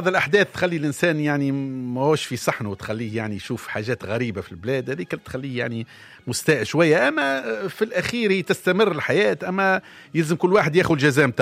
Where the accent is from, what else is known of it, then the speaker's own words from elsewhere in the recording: Tunisia; اي احنا صحيح توانس الكل تجمعنا لهجتنا العامية واللهجة الدارجة